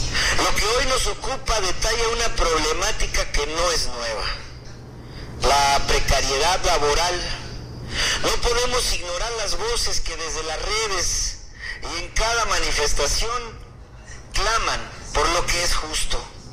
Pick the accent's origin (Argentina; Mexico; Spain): Mexico; Acapulco, Guerrero; born or raised there